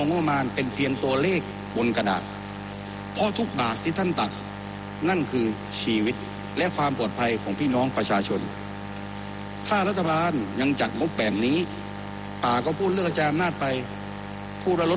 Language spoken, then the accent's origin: Thai; Songkhla, Thailand; ผมขอกลับมาที่บ้านเกิดของผมจังหวัดสงขลาจังหวัดสงขลาคือประตูเศรษฐกิจและพื้นที่ยุทธศาสตร์สำคัญของภาคใต้